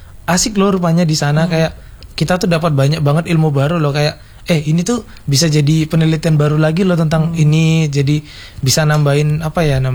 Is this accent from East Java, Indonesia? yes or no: yes; Jember, East Java, Indonesia; born there; Jadi saya itu lahirnya di sini karena memang keluarga asli di sini, cuman karena orang tua bekerja di Ri